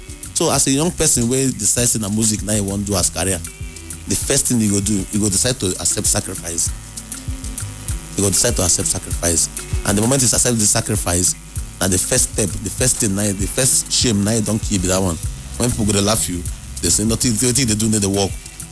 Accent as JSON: {"language": "English", "town": "Opobo", "region": "Rivers", "country": "Nigeria", "said": "I'm from River City, I'm from Opopo Town."}